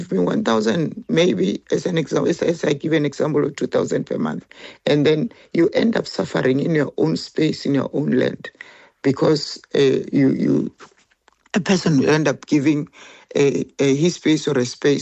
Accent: South Africa; me as South African person

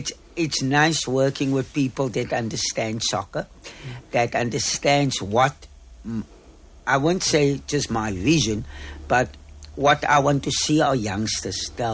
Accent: Atlantis, Western Cape, South Africa; Okay, firstly, I grew up in Atlantis.

